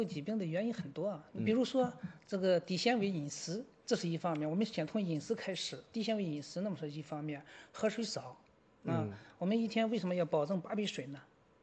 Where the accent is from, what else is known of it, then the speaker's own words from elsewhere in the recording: China; 我们中国人